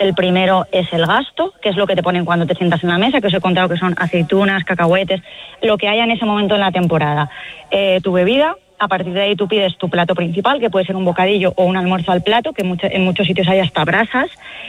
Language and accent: Spanish; Castilla-La Mancha, Spain; now in Valencia, Spain; Ana Iris lo puede saber mejor porque también es de Castilla-La Mancha como yo